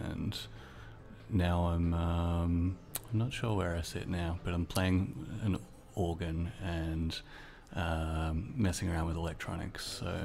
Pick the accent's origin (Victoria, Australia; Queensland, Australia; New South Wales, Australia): New South Wales, Australia; Penrith; now in Blue Mountains, Australia; Yeah, I grew up in Penrith.